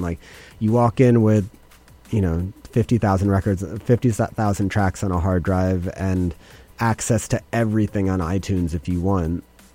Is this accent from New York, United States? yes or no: yes; New York, United States; I grew up in the East Village